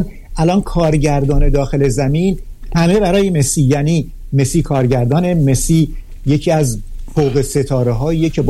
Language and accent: Persian; Ahvaz, Khuzestan, Iran; born there; تو اهواز بودیم ما اون موقع، من نوجوان بودم،